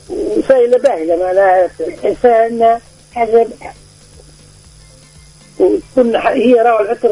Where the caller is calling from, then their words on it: Ben Guerdane, Medenine, Tunisia; من بنجردة.